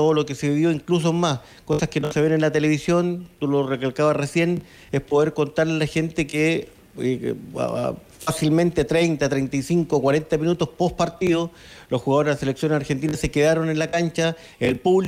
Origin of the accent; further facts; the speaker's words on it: Chile; uno como chileno, hasta emocionante poder ser partícipe de un partido de esa laya